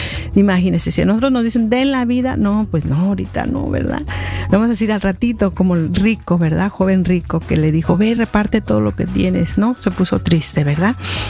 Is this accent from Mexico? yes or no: yes; Mexico; now in United States; yo soy mexicana y a mucha honra